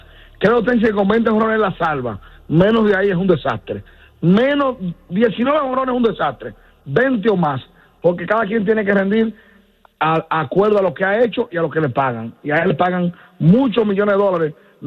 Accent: Dominican Republic

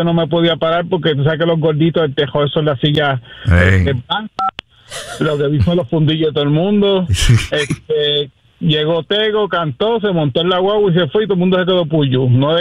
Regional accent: Lares, Puerto Rico; No, yo soy de acá, de Lares, muchacho, pero Thomas Dones es el Coliseo.

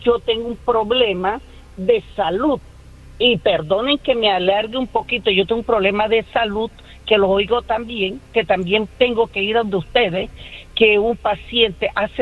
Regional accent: Caribbean coast, Colombia; soy colombiana, soy de la costa, igual que ustedes.

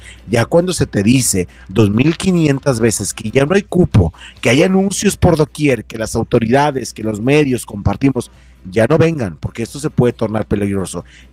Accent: Mexico; Como buen mexicano, salimos a las 3.

